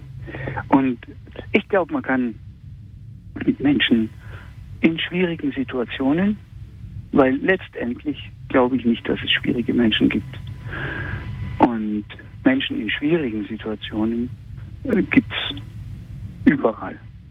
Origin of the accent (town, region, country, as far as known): Augsburg, Bavaria, Germany; also born or lived in Hamburg